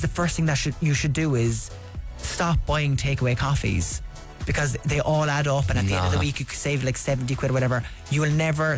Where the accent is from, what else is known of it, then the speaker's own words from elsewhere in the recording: Cork, Munster, Ireland; because I'm from Cork as well